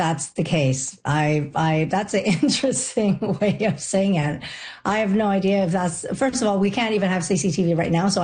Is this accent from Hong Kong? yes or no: yes; Hong Kong; Well, it's a personal experience coming from, I'm from Hong Kong, and I've been to China